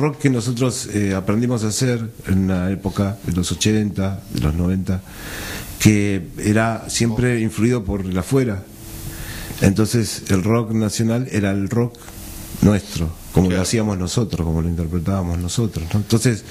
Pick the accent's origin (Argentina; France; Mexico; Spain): Argentina; Hurlingham, Buenos Aires Province; Soy de Hurlingham